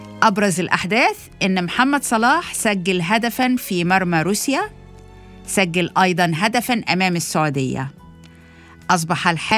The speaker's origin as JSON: {"language": "Arabic", "country": "Egypt", "said": "أنا فخورة إن أنا أكون مصرية"}